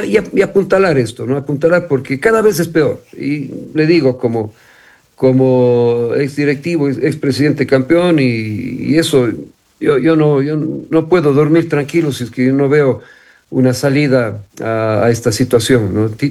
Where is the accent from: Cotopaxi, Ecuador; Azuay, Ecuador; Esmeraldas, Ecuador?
Azuay, Ecuador; Cuenca; somos cuencanos y vivimos acá